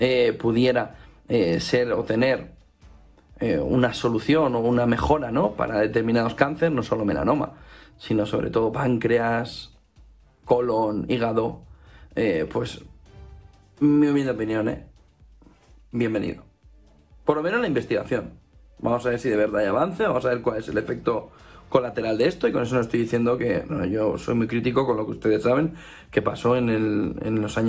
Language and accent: Spanish; Alicante, Valencian Community, Spain; En Alicante, en mi tierra, es pan de todos los días, de todos los veranos. Cuando acaba el verano, después de haber pasado el sobrecalentamiento que hemos tenido brutal, pero esto ya era cuando yo era pequeño, ¿eh?